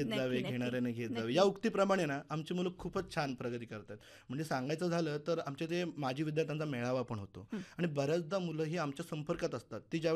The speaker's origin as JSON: {"language": "Marathi", "town": "Kajarghati", "region": "Maharashtra", "country": "India", "tie": "born or raised there", "said": "माझं गाव जवळ आहे काजरघाटी, पण मला स्वतःला इथे निवासी राहावं लागलं."}